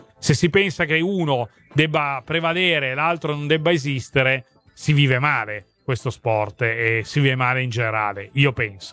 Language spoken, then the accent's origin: Italian; Turin, Piedmont, Italy; io sono di Torino, quindi se voglio vedere la Juve ci metto un quarto d'ora di macchina.